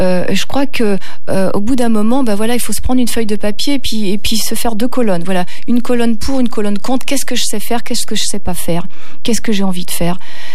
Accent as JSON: {"language": "French", "region": "Hauts-de-France", "country": "France", "tie": "born there", "said": "une petite partie de mon enfance dans le Nord."}